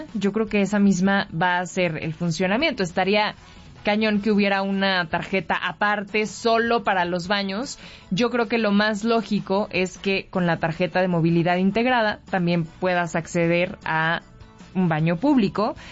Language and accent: Spanish; Mexico